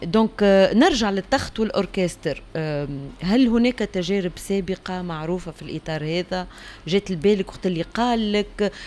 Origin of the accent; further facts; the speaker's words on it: Tunisia; عندنا في تونس